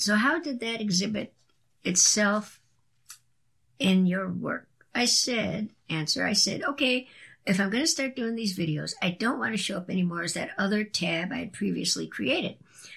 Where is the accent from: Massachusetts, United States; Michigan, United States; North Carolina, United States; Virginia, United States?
North Carolina, United States; accent: North Carolina; now in Los Angeles, United States; I had been in L.A. pursuing acting for so long, taking dialect classes, you know, trying to make my North Carolina accent not as noticeable.